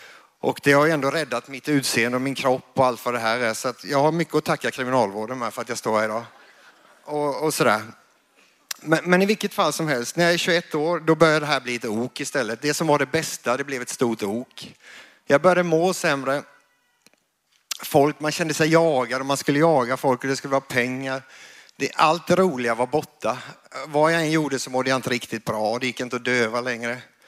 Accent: Kalmar, Kalmar County, Sweden; born there; jag är född i Kalmar.

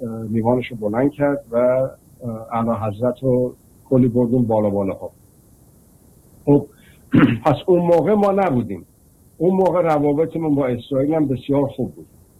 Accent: Iran; این دو تا کشور که به میهن ما تجاوز کردن،

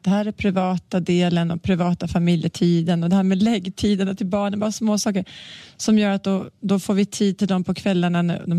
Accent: Sweden; moved away; also born or lived in Bangkok, Thailand

